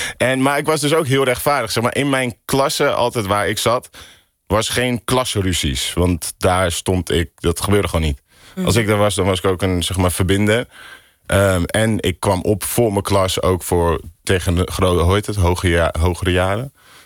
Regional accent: Alkmaar, North Holland, Netherlands; Ik ben geboren in Alkmaar, Kaasstadje. In de Bloemwijk, waar ook de sloot zit. Echt wel heel leuk om op te groeien.

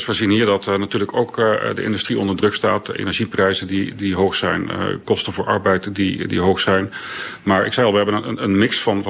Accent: Limburg, Netherlands; moved away as an adult; now in Belgium; Ik ben een Limburger.

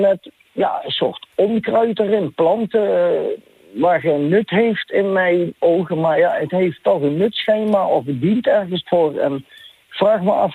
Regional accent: Beekendonk, North Brabant, Netherlands; Ik kom zelf uit Beekendonk, trouwens.

